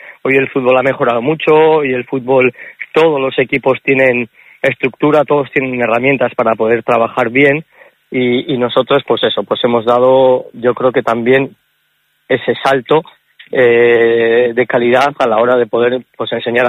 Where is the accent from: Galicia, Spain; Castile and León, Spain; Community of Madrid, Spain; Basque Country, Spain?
Basque Country, Spain; Ermua; todos los niños de mi pueblo, de Ermua